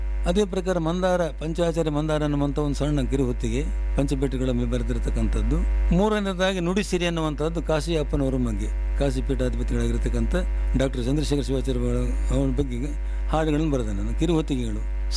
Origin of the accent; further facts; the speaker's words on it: Karnataka, India; also born or lived in Raichur; ನಮ್ಮ ಊರಲ್ಲಿ ರಾಜಲದಿನಲ್ಲಿದ್ದೆ.